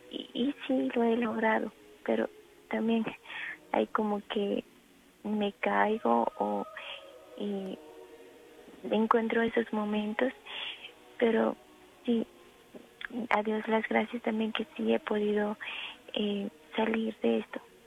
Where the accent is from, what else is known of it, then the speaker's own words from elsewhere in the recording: Santiago Atitlán, Sololá, Guatemala; Y también pido por mi pueblo de Santiago Atitlán, por mi ciudad de Guatemala y por el mundo entero también.